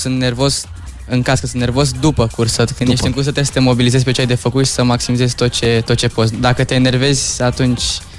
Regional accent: Bucharest, Romania; Din București.

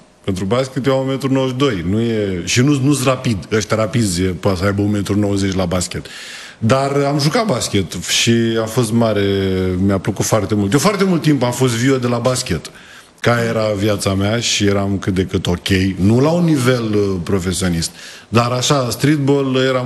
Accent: Buzău County, Romania; accent: Buzău; Oleacă este în Buzău, dar în rest, cu accentul, adică sunt foarte mulți care nu l-au, nu știu de ce eu l-am, dar sunt mulți oameni din Buzău care nu au accent

